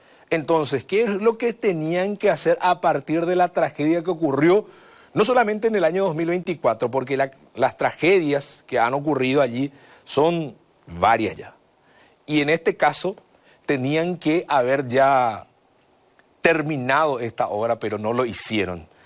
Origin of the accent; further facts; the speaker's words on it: Pirayú, Paraguarí, Paraguay; como soy de Pirayú también, conozco el pesar de la población, específicamente de la compañía Pedroso.